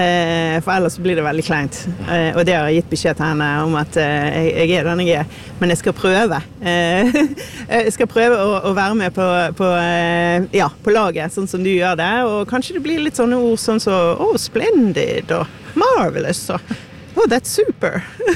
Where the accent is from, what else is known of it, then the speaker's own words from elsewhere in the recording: Bergen, Vestland, Norway; now in Oslo, Norway; fra Fyllingsdal, som bor på Etterstad i Oslo